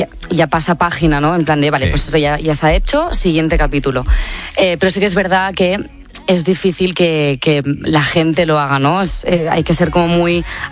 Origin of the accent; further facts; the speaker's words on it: Tiana, Catalonia, Spain; Yo soy de Barcelona, bueno, de Tiana, en realidad, de un pueblo de alrededores, del Maresma.